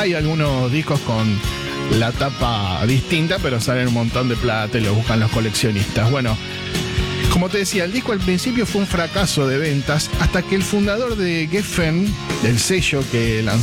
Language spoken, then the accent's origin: Spanish; Argentina